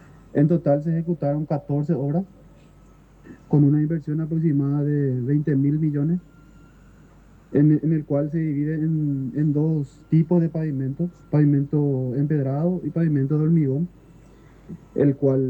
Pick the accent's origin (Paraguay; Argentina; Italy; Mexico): Paraguay; Luque, Central; yo soy de Luque, ¿verdad?